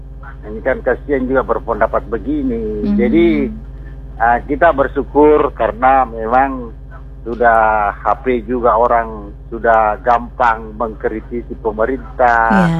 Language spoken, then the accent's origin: Indonesian; Parepare, South Sulawesi, Indonesia; Kalau kita ini orang Parepare tidak ada masalah.